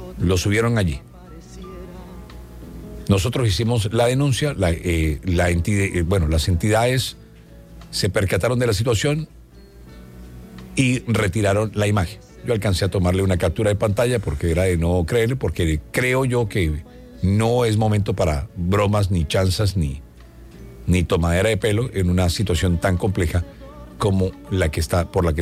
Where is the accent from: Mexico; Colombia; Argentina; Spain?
Colombia; Estamos para unirnos como colombianos.